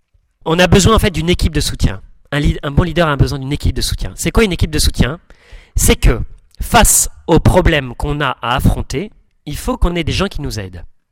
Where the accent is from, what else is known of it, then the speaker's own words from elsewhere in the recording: Southern France, France; comme je viens du Sud